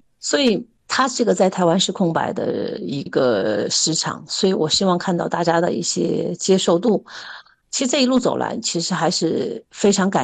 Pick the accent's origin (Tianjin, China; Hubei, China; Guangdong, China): Hubei, China; Wuhan; now in Taichung, Taiwan; 第一故乡是湖北省武汉市，是我的出生地，大概在大陆有漂了很多，也算是东奔西跑了几年吧。在大概30岁左右来到了我们台中新社区